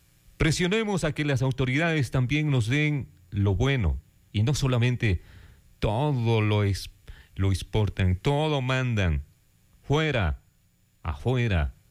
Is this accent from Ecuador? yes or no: yes; Ecuador